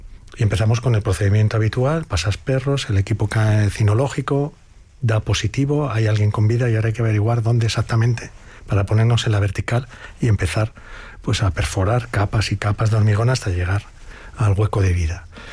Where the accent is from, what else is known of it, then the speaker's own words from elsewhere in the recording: Spain; que en el fondo es un ciudadano de España, como somos los españoles, es que somos empáticos por naturaleza.